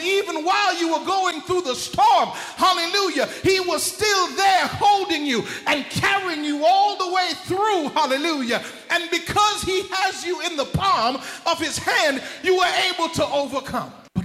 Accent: Jamaica; Before I am Jamaican, before I am male, before I am black, before I am anything else, I am a child of God.

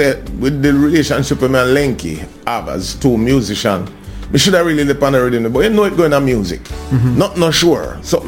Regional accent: Jamaica; And as a Jamaican, I feel proud to know I am from a little island that create over 7 different genres of music.

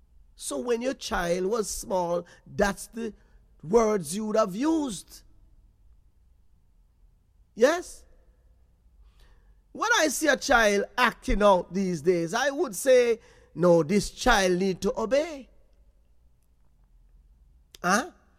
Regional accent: Jamaica; And sometimes, look, as a Jamaican, yes, there are days then we as parents, when our parents was growing up, and we as children, we would listen to the elders in our community.

